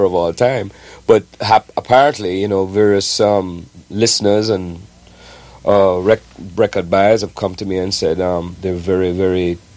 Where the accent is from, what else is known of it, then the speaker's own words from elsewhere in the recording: Jamaica; You see, I grew up in Jamaica.